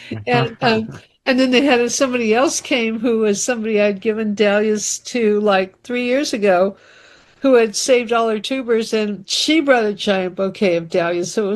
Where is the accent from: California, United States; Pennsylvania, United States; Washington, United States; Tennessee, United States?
California, United States; now in East Coast, United States; I grew up in Central California